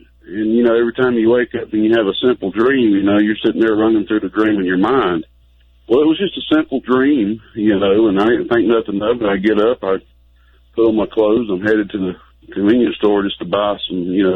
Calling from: Georgia, United States; in Georgia.

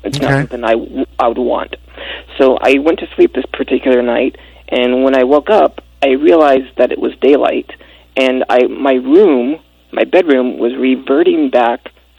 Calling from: Apple Valley, California, United States; Apple Valley, California.

